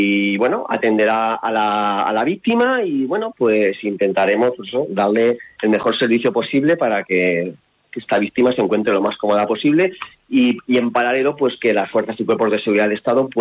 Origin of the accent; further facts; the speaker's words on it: Albacete, Castilla-La Mancha, Spain; born there; Soy albaceteño de nacimiento